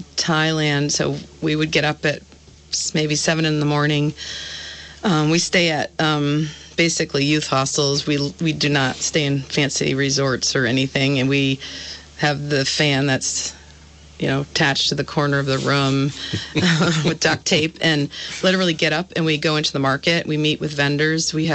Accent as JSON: {"language": "English", "country": "United States", "said": "We don't come in as big American"}